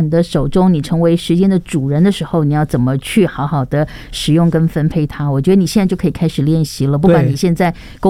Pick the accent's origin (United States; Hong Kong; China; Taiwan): Taiwan